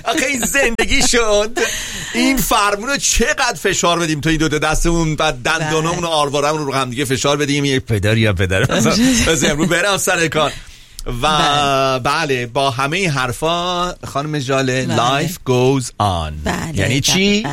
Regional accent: Tehran, Tehran Province, Iran; born there; صادر از تهران

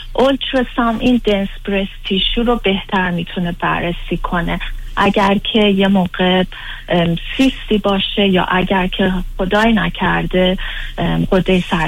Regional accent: Iran; moved away; خودم ایرانی هستم

